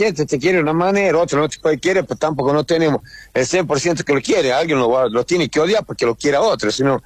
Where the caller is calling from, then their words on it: Buenos Aires, Argentina; Como somos porteños